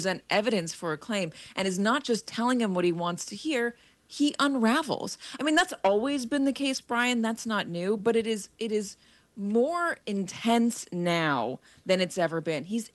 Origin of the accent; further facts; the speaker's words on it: California, United States; I say we because I am a Californian